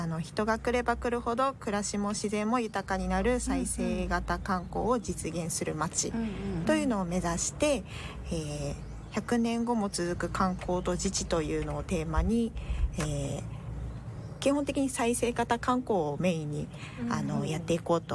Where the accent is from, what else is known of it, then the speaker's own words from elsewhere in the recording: Osaka, Japan; moved away as an adult; now in Tatsugo, Japan; 私は大阪です。